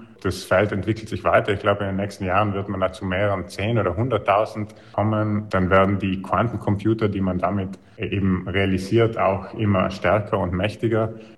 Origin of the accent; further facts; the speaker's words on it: South Tyrol, Italy; Und es ist natürlich schön, wenn man als Südtiroler in Italien gesehen wird und in dem Sinn da geehrt wird.